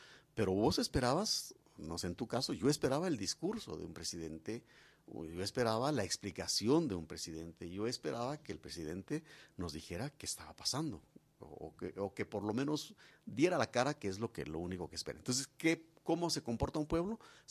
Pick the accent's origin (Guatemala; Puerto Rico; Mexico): Guatemala; Yo, como guatemalteco